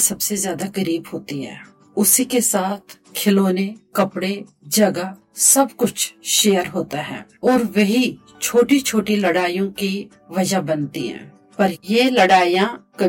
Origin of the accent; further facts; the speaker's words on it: Jammu, Jammu and Kashmir, India; मैं जम्मू से हूँ। मैंने कश्मीर यूनिवर्सिटी से ग्रेजुएशन की है और जम्मू यूनिवर्सिटी से पोस्ट ग्रेजुएशन की है।